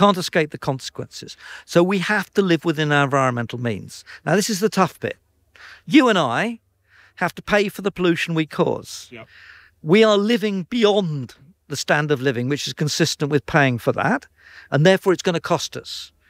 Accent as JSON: {"language": "English", "area": "Essex", "region": "East of England", "country": "United Kingdom", "said": "I came from Essex"}